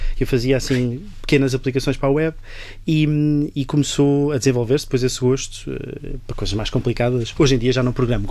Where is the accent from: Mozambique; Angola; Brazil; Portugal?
Portugal; Lisbon; Eu não era da Covilhã, eu sou de Lisboa, nasci em Lisboa, estou em Lisboa